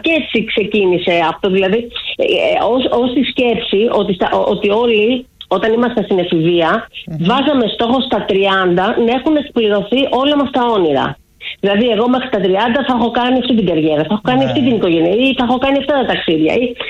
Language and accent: Greek; Ioannina, Epirus, Greece; Ήθελα να γράψω κάτι για τον τόπο μου, για τα Γιάννενα, για την Ήπειρο.